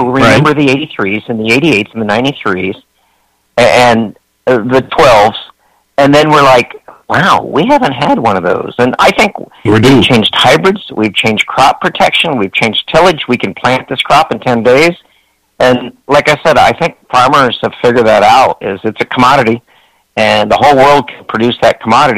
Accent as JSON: {"language": "English", "region": "Iowa", "country": "United States", "said": "You know, I'm from Iowa. We've got 43 of those plants."}